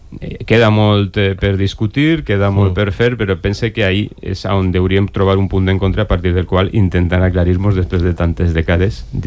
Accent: Valencian Community, Spain; jo pensé que com a valencians devem reivindicar aquesta condició del valencià com a llengua

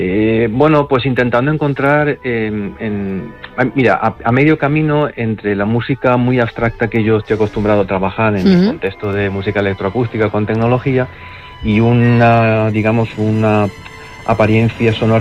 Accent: Úbeda, Andalusia, Spain; now in Valencia, Spain; yo soy de Úbeda, yo nací en Úbeda y aunque llevo ya en Valencia pues 25 años

